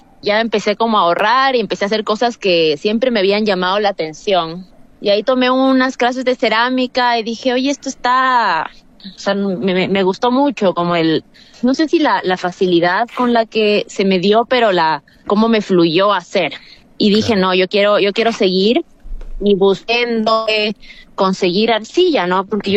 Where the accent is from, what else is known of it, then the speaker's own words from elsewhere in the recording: Quito, Pichincha, Ecuador; born there; lo que es de acá de Quito, o sea, lo que me representa como persona que nació aquí.